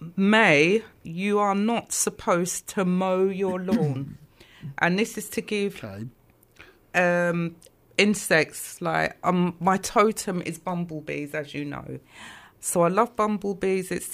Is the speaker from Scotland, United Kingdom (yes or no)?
no; London, United Kingdom; where I grew up, it did used to be called Archway. It's now Lower Highgate. So I grew up in Lower Highgate.